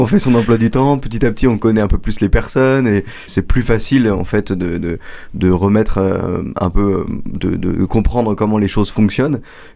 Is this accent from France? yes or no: yes; Compiègne, Hauts-de-France, France; Alors moi, je suis originaire de Picardie, pas très très loin. Je viens de Compiègne.